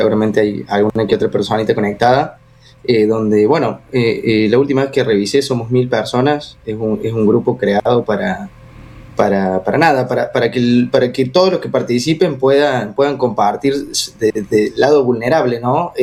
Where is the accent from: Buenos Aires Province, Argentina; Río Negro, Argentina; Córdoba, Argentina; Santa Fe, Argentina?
Córdoba, Argentina; Familia, clase media, soy de acá de Córdoba